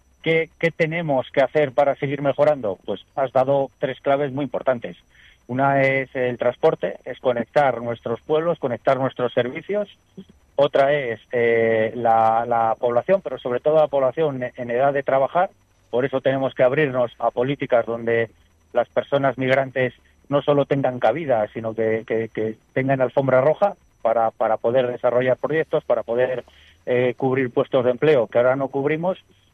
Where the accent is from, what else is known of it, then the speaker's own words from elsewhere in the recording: Castile, Spain; Bueno, siempre somos castellanos, ¿eh? Y somos gente sobria, somos gente también austera